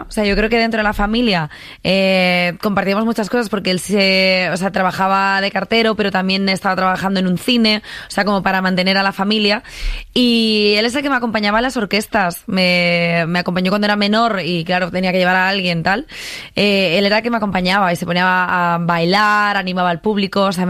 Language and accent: Spanish; Reus, Catalonia, Spain; yo soy una chiquita de Reus y al final Salou pues no deja de ser también mi casa. O sea, he veraneado allí muchísimo. Mis padres ahora viven allí